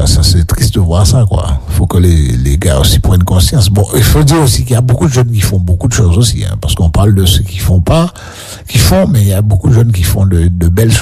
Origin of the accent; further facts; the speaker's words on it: Le Gosier, Guadeloupe; Ouais, c'est vrai que je me rappelle à l'époque. Je suis du Gosier, à l'époque, il y avait beaucoup de boîtes de nuit.